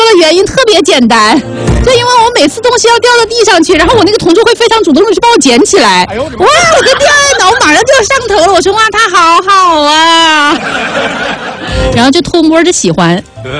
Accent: Chongqing, China; moved away as an adult; 大学毕业之后我就先回到我的老家，回到重庆

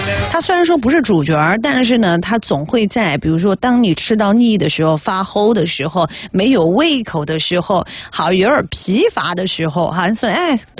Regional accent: Sichuan, China

